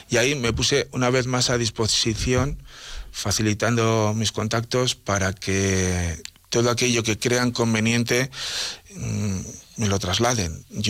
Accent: Fombellida, Castile and León, Spain; Yo vengo de Fuenbellida

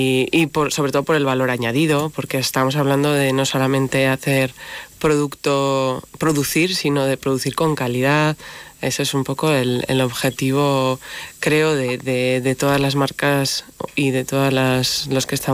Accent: Spain; aunque estemos en unas zonas rurales, porque yo soy de la Ribera, nosotros vivimos en Rioforada

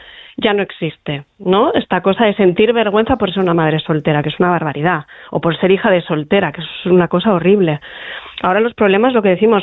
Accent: Gijón, Asturias, Spain; yo soy de provincias, yo soy de Gijón además

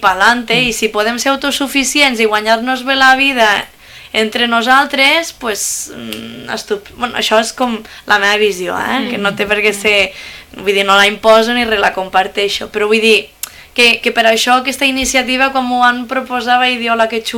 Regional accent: Lleida, Catalonia, Spain; Sempre diem, ho diem amb la boca petita, que som de Lleida

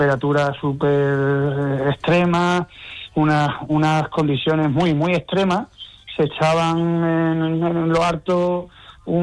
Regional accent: El Granado, Andalusia, Spain; Para la gente que le gusta el campo, la verdad que yo encantado, yo estoy enamorado de mi pueblo.

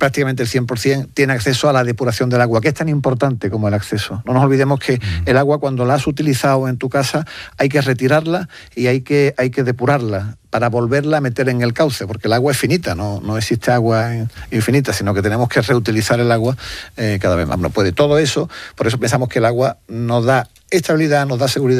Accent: Spain; Bueno, no sé, a lo mejor en mi tierra aquí o quizás no. Pero sí deberíamos conocer el valor del agua, porque lo que sí hacemos bien los españoles es cuando nos dan una nota de que hay que ahorrar agua

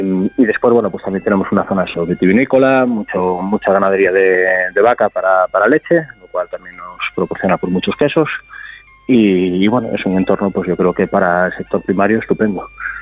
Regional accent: Chantada, Galicia, Spain; Sí, sí, yo nací en Chantada de toda la vida.

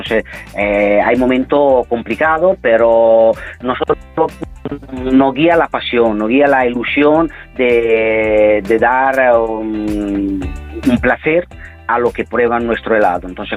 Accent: Venice, Veneto, Italy; Spanish is a second language; moved away as an adult; yo soy de origen italiana, soy nacido de Venecia, allí es donde viví en la primera parte de mi vida y donde empecé a formarme como ingeniero.

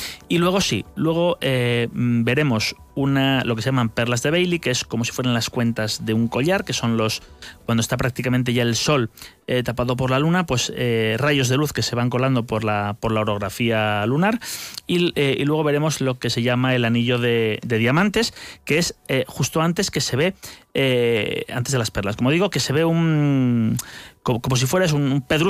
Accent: Losada, Castile and León, Spain; Yo ayer que iba a mi pueblo, a Losada, que estamos en fiestas

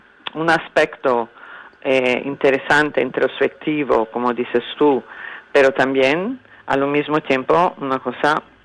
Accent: Italy; Spanish is a second language; also born or lived in United States; now in Spain; yo soy norteamericana, criada en Italia de padre persa, pero me siento muy arropada aquí.

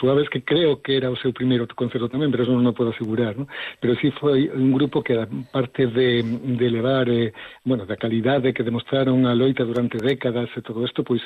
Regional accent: Ourense, Galicia, Spain; Teño que decir, e aquí teño que sacar a miña parte de patriota chico, que además como ourensán que son...

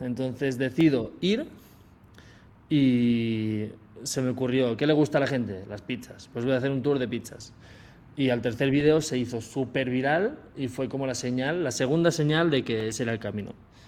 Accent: Olot, Catalonia, Spain; born there; yo en verano pues seguía grabando algún videito en mi pueblo. Pero ¿quién va a ir a mi pueblo de Olot?

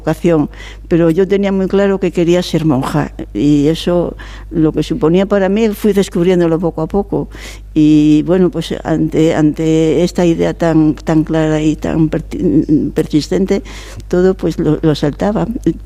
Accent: Castile and León, Spain; moved away as an adult; pueblo de la ribera del Órbigo

